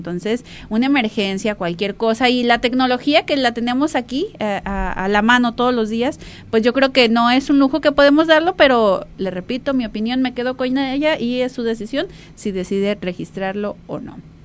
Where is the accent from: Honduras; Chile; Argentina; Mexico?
Mexico; O sea que como buenos mexicanos va a esperar a que le suspendan la línea para poder hacer ese registro.